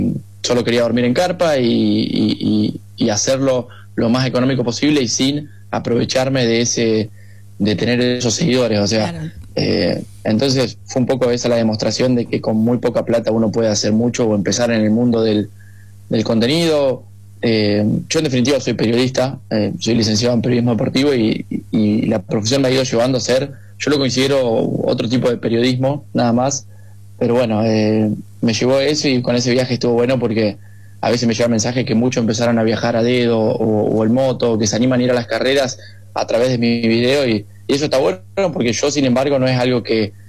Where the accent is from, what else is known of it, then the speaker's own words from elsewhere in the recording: Formosa, Argentina; De chico tuve la posibilidad de poder correr en karting, muy de chiquito en Formosa.